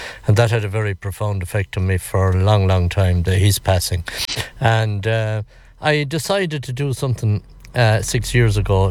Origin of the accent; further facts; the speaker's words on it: Dublin, Leinster, Ireland; born there; I wasn't supposed to live when I was born in the Old Coombe in Dublin.